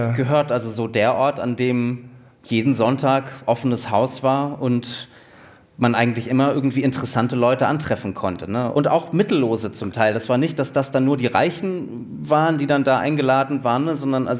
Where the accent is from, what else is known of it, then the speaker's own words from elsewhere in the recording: Berlin, Germany; Also ich komme aus Berlin und in Berlin gibt es ganz tolle Bibliotheken